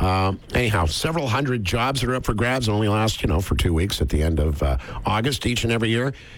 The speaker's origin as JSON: {"language": "English", "town": "Toronto", "region": "Ontario", "country": "Canada", "tie": "born or raised there", "said": "When I was growing up in Toronto"}